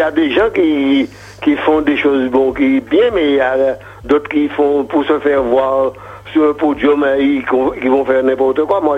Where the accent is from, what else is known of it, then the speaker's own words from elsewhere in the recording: Martinique; moi, je suis martiniquais